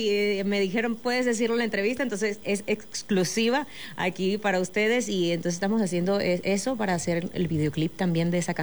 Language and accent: Spanish; Venezuela; Yo, por ejemplo, soy venezolana